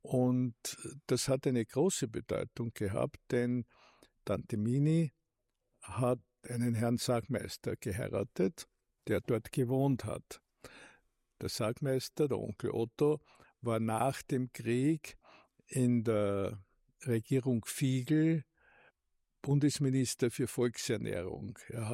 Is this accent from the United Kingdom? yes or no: no; Graz, Styria, Austria; born there; moved away; also born or lived in Vienna; Ich bin in Graz geboren und wir haben in Graz gewohnt, zeitlang zusammen mit der Schwester meiner Mutter in der Graz-Technikerstraße Nummer 13.